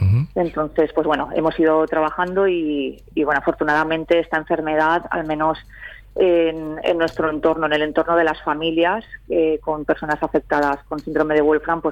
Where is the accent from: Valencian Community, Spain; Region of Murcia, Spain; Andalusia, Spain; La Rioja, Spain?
Valencian Community, Spain; Cullera; nosotros somos de Cullera